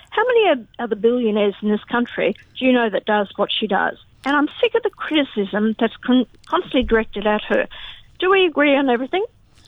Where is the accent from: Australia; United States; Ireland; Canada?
Australia; Gina and I are the same age. Okay, we grew up in Australia